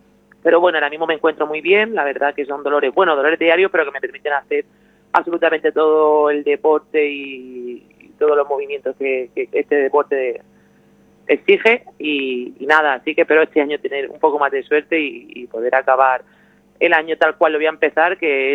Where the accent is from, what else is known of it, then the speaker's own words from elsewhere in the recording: Orihuela, Valencian Community, Spain; soy de Orihuela, nací en Orihuela, colegio Carmelita, enseñé el Carmen, y todas mis raíces en Orihuela.